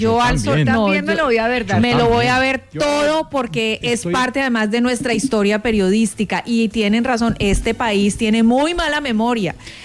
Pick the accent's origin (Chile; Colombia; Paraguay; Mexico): Colombia